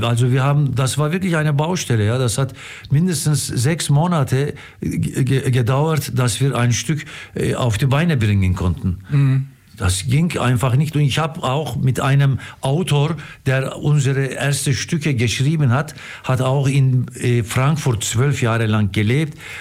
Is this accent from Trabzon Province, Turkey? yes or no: no; Istanbul, Turkey; moved away as an adult; also born or lived in Berlin; now in Ulm, Germany; ich bin in Istanbul geboren und aufgewachsen, fast 20 Millionen Stadt, Großstadt. Und dann war ich 20 Jahre lang in Berlin, dort habe ich studiert und so Theater gemacht. Dann nach Istanbul und Berlin war ich in Ulm.